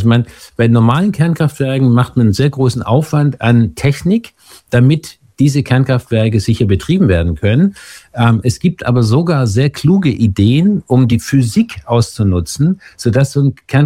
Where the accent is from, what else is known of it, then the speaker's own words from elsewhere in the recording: Bavaria, Germany; ich bin in der Nähe von Gundremmingen aufgewachsen, ich habe also in meiner Jugend die Kraftwerkstürme wachsen sehen